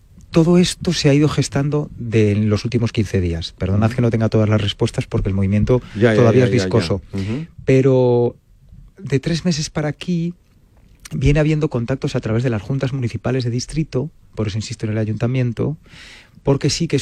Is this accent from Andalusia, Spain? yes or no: no; Galicia, Spain; yo por ejemplo soy gallego